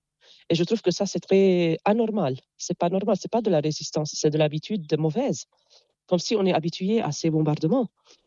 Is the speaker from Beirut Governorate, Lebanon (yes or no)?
no; Jounieh, Keserwan-Jbeil, Lebanon; Et puisque je suis de Jounieh, vous voyez, l'élève ou bien l'enfant dépend de son environnement. À Jouni, il y a la plage, il y a la mer.